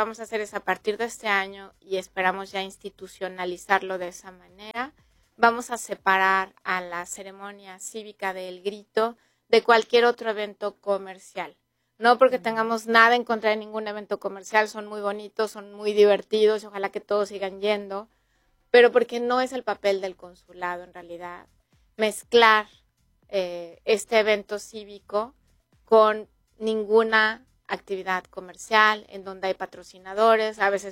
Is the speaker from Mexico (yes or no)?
yes; Mexico; now in Oklahoma City, United States; que nos permita a nosotros como mexicanos celebrar esta parte de nuestra herencia cultural y compartirla con el resto de la sociedad en Oklahoma City